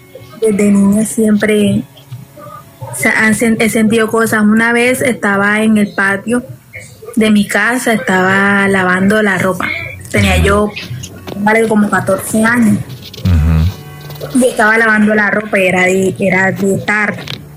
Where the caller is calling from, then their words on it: Barranquilla, Atlántico, Colombia; De Barranquilla.